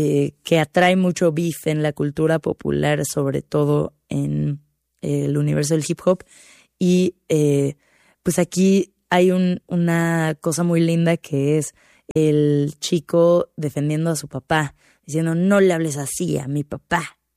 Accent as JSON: {"language": "Spanish", "country": "Mexico"}